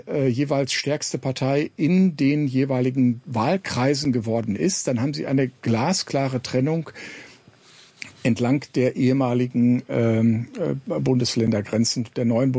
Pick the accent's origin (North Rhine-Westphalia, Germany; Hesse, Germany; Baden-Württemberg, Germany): North Rhine-Westphalia, Germany; Ich meine, ich komme aus Nordrhein-Westfalen.